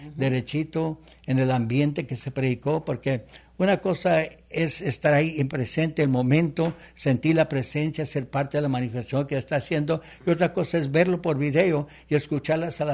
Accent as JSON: {"language": "Spanish", "town": "El Paso", "region": "Texas", "country": "United States", "said": "del Paso, Texas, de donde yo vengo"}